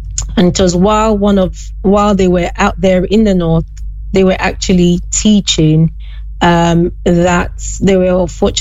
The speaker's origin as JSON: {"language": "English", "region": "Western Nigeria", "country": "Nigeria", "tie": "born or raised there", "said": "I grew up in the western part of the country, which was relatively peaceful and safe."}